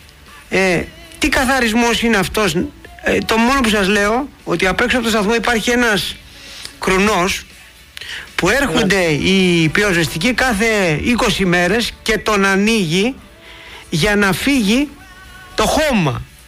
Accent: Piraeus, Attica, Greece; also born or lived in Keratsini / Zografou; γιατί είμαι Πασαλιμανιώτης από το Πασαλιμάνι γεννημένος

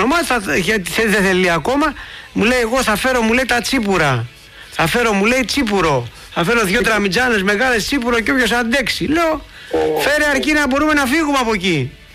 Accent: Piraeus, Attica, Greece; also born or lived in Keratsini / Zografou; γιατί είμαι Πασαλιμανιώτης από το Πασαλιμάνι γεννημένος

